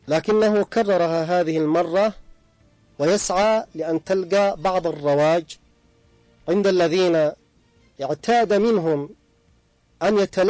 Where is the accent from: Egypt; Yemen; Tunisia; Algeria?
Yemen; نحن كشعب يمني، نفوسنا وأرواحنا وحياتنا وأموالنا وما نملك فداء لمكة المكرمة